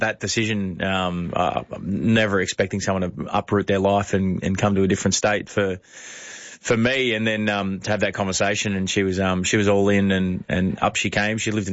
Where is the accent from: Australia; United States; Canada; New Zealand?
Australia; Phillip Island, Victoria; now in Sydney, Australia; So we grew up near enough to each other. I'm from Phillip Island.